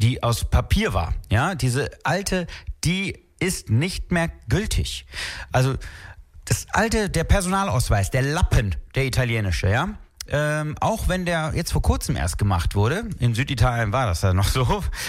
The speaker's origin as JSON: {"language": "German", "town": "Düsseldorf", "region": "North Rhine-Westphalia", "country": "Germany", "tie": "born there", "said": "Ich bin in Gerresheim geboren."}